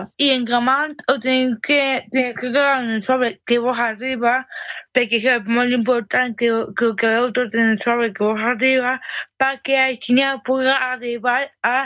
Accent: Valencian Community, Spain; born there; yo, como nací en Valencia

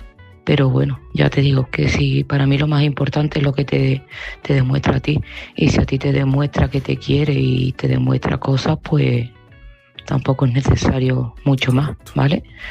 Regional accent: Seville, Andalusia, Spain

